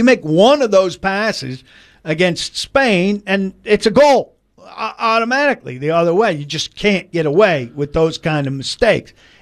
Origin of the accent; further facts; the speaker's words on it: United States; I'm an American.